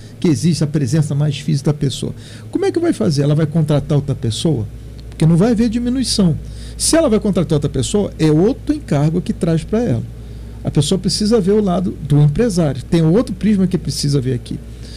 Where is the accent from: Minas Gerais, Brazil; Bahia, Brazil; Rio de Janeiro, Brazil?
Rio de Janeiro, Brazil; now in São Paulo, Brazil; Eu sou natural do Rio, né? Eu vim para São Paulo importado, mas eu não perdi alguns sotaques lá.